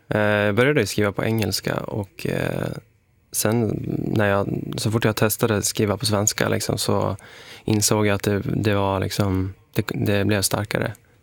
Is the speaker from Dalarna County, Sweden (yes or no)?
yes; Borlänge, Dalarna County, Sweden; Jag växte upp i Kvarnsveden.